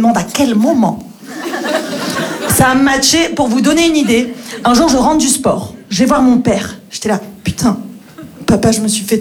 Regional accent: Marseille, Provence-Alpes-Côte d'Azur, France; Je sais que ma mère, elle se faisait du souci pour moi que je grandisse à Marseille.

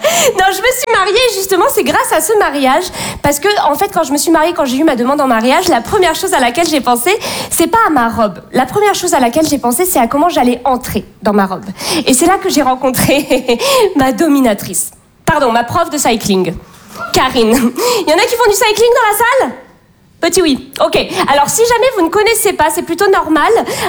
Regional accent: Bordeaux, Nouvelle-Aquitaine, France; je viens de Bordeaux. Et ayant grandi dans le milieu bourgeois bordelais, j'ai fait beaucoup de rallyes.

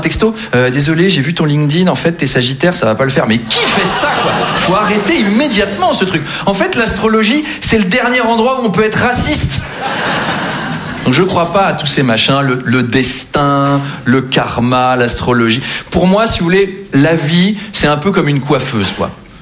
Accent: Versailles, Île-de-France, France; Moi, j'ai grandi à Versailles, hein, très très catholique comme environnement

